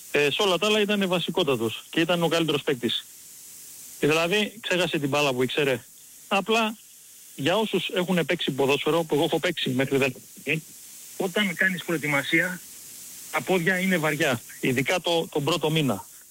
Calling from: Agioi Anargyroi, Attica, Greece; από Αγίους Αναργυρούς.

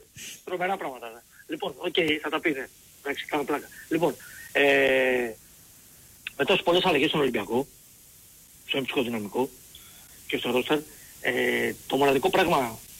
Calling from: Peristeri, Attica, Greece; από το Περιστέρι Ολυμπιακός.

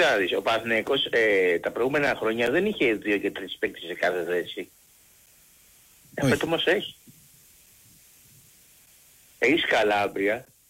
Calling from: Ymittos, Attica, Greece; Είμαι από τον Ημιτό

